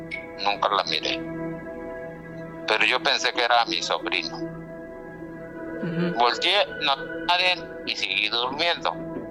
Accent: Guanajuato, Mexico; now in Chicago, United States; Desde Chicago. Bueno, yo soy de Guanajuato, pero ahorita me dedico en Chicago

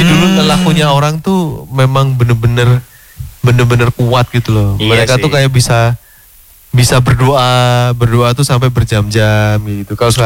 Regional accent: Yogyakarta, Special Region of Yogyakarta, Indonesia; sebagai warga Yogyakarta Jogja banget.

